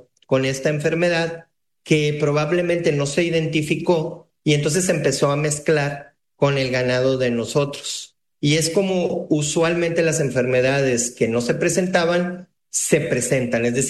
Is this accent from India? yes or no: no; Mexico; si vengo de México y estoy pasando esto, pues no lo estoy pasando ni de contrabando, o sea, estoy pasándolo aquí en mi país.